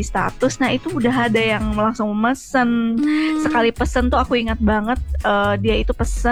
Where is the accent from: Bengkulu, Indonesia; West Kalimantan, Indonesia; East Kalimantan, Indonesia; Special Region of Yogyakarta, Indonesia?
West Kalimantan, Indonesia; Pontianak; now in Jakarta, Indonesia; Kebetulan aku dari Pontianak.